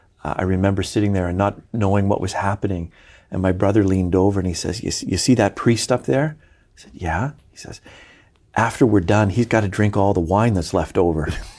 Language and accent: English; British Columbia, Canada; So I grew up in British Columbia, Canada, which is the westernmost province, for anybody who's unaware, just sort of north of Washington State.